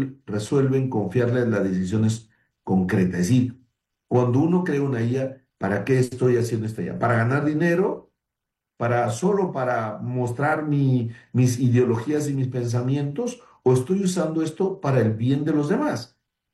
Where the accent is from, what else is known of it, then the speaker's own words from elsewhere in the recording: Tumbes, Peru; moved away; yo soy de Tumbes, en el norte